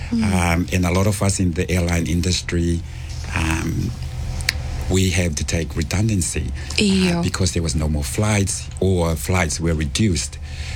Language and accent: English; Ha'apai, Tonga; moved away as an adult; now in New Zealand; So I grew up in Hapai, kalo. I went to Pangahihi for primary school back in 1979.